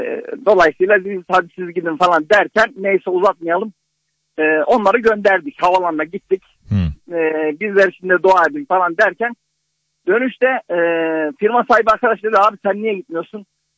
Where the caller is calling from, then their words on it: Ankara, Turkey; Ankara'dan.